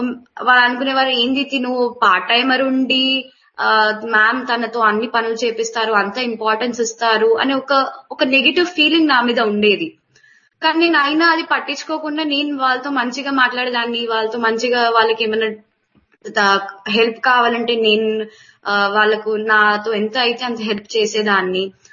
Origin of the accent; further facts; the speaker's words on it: Hyderabad, Telangana, India; moved away as an adult; now in Dehradun, India; నా home town Hyderabad. Present నేను ఇప్పుడు దేహ్రాదూన్ లో ఉంటున్నాను.